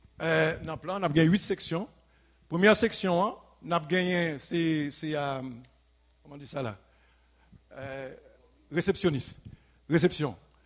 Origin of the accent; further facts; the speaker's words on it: Haiti; en tant que haïtien